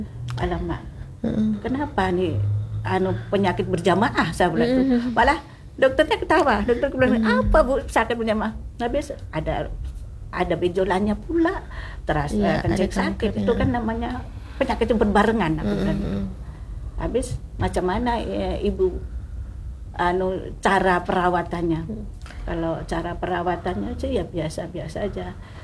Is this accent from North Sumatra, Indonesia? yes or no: no; Tanjung Pinang, Riau Islands, Indonesia; saya orang Pinang